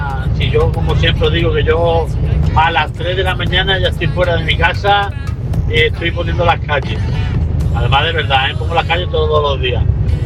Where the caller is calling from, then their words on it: England, United Kingdom; desde Tierra Inglesa